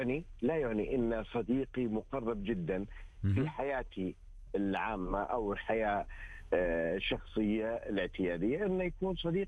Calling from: Riyadh, Riyadh Province, Saudi Arabia; من الرياض.

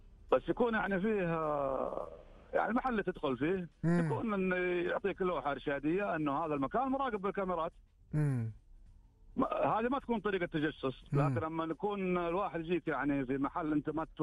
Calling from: Jeddah, Makkah Province, Saudi Arabia; اكلمك من جده

